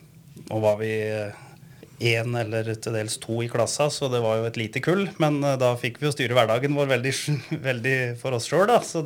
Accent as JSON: {"language": "Norwegian", "town": "Uvdal", "region": "Buskerud", "country": "Norway", "tie": "born or raised there", "said": "vi vokste jo opp i Uvdal med langt til de aller fleste jamngamle, så jeg har vokst opp med storesøster"}